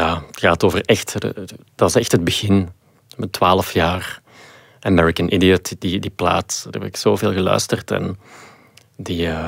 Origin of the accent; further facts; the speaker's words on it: Belgium; Ja, ik denk ook dat wij als Belgen gewoon heel goed zijn in die verhalen vertellen.